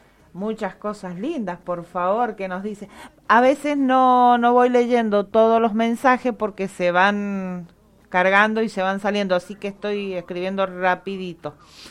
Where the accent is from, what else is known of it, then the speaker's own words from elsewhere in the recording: Tunuyán, Mendoza, Argentina; de Tunuyán, mi tierra.